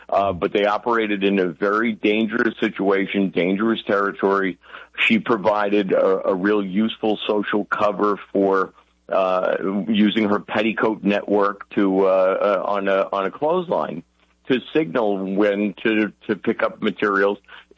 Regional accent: Setauket, New York, United States; I grew up in Setauket.

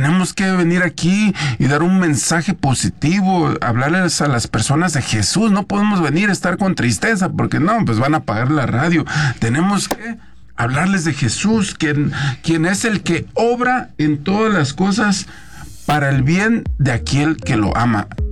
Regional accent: Guanajuato, Mexico; yo soy de Guanajuato

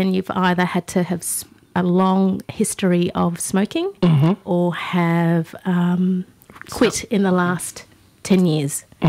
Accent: Cairns, Queensland, Australia; My family's from Darnley Island in the Torres Strait. I was born and raised in Cairns. I have plenty family still up in Cairns, up in the islands.

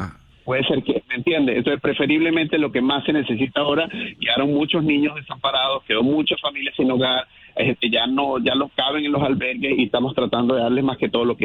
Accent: Venezuela

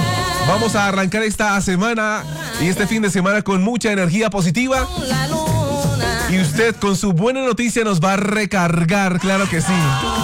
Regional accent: Colombia

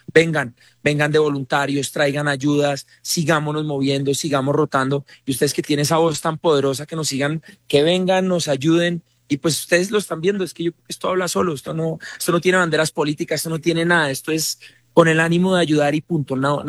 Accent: Colombia; Miren, cuando nos unimos como colombianos sin banderas políticas, sin nada, lo que logramos no tiene palabras.

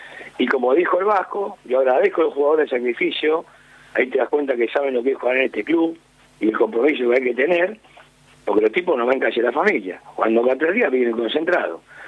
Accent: Buenos Aires, Argentina; Yo soy acá de Saavedra, así que acá en el barrio está contento porque aparte ya debutó ganando

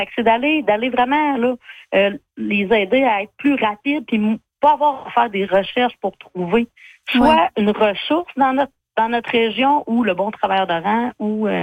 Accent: La Pocatière, Quebec, Canada; Dans le fond, moi, je viens du Bas-Saint-Laurent, la Pocatière, très agricole. Donc, mes grands-parents avaient une ferme. Tout le monde avait des fermes, mes oncles et tout.

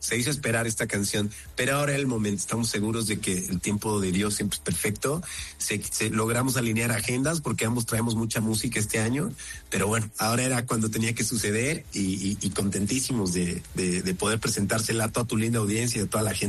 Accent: Bolivia; ahorita desde Bolivia, desde mi tierra natal.

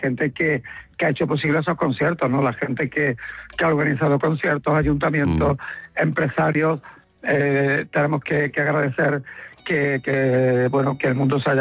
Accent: Córdoba, Andalusia, Spain; nuestra casa es Andalucía, ¿no? Aunque somos de Córdoba, vivimos en Córdoba, pero nos sentimos muy, muy orgullosos de ser andaluces

